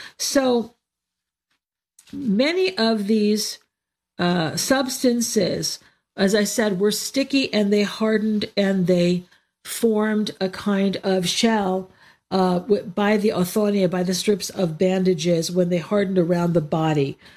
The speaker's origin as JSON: {"language": "English", "country": "United States", "tie": "born or raised there", "said": "I grew up in the United States."}